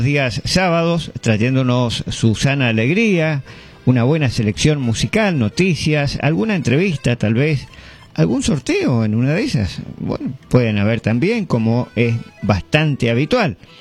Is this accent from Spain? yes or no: no; Misiones, Argentina; Así tendríamos que hablar nosotros aquí en esta región